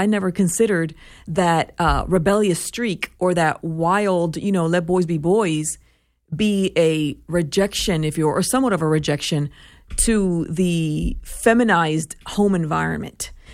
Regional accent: Puerto Rico; in my culture growing up in Puerto Rico, fathers went to work and mothers stayed home, and we were raised by our moms.

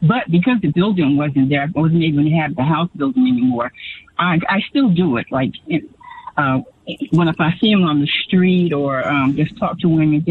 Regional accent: New Jersey, United States; moved away as an adult; now in Greenville, United States; New Jersey is my hometown, but I was here in Greenville.

